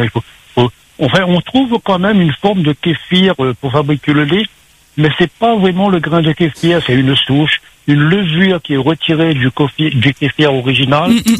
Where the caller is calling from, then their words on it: Saint-Leu, Réunion; je suis sur Saint-Leu